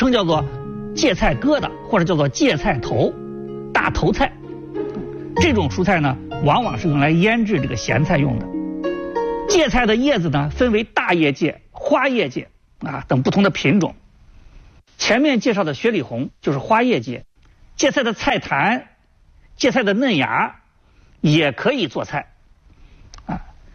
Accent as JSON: {"language": "Chinese", "country": "China", "said": "我们中国人"}